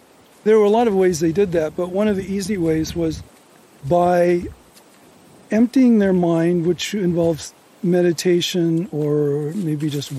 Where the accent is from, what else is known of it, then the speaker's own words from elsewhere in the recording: the West, United States; now in Vermont, United States; I grew up in the West where you live in the city and wilderness and empty land was all outside of the city.